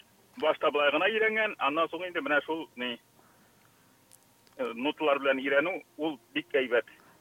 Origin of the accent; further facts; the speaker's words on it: Tatarstan, Russia; now in Novaya Nikolaevka, Russia; Без мин үзем Яшел Үзән районыннан. Яшим хәзер Яңа Николаевкада.